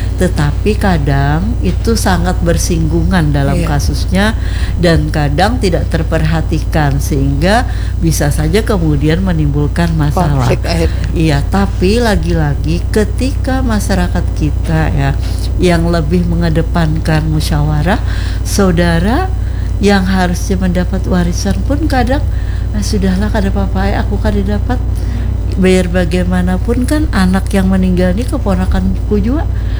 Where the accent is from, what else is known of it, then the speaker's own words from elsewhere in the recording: Banjar, South Kalimantan, Indonesia; orang kita Banjar